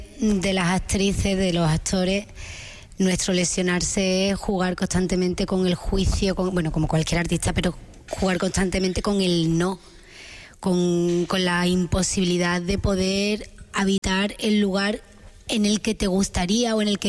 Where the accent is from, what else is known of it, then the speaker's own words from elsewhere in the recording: Andalusia, Spain; accent: Andalusian; Sí, bueno, intenté camuflarlo un poquillo, la verdad, porque no quería... Se ve que no lo he